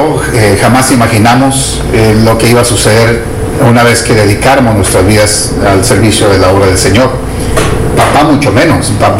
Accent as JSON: {"language": "Spanish", "country": "Mexico", "tie": "born or raised there", "said": "yo nací en México, soy el décimo de 13 hijos que le nacieron a mis padres."}